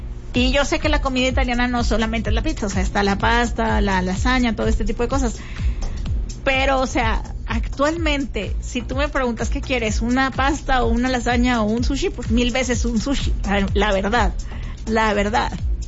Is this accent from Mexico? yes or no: yes; Mexico; para los mexicanos